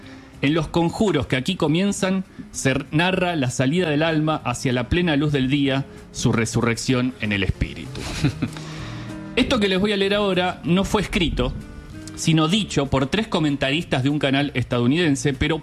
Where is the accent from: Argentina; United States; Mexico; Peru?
Argentina; Somos argentinos, a todo le exigimos todo.